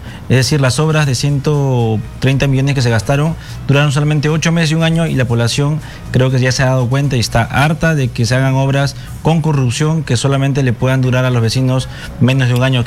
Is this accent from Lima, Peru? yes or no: yes; San Juan de Lurigancho, Lima, Peru; Yo nací en San Juan de Lurigancho. Mi padre llegó hace 70 años y mi mamá hace 60. Mi papá de Quito Arma, Huancavelica, y mi mamá de Ayacucho. Yo viví en San Juan de Lurigancho hasta casi los 22 años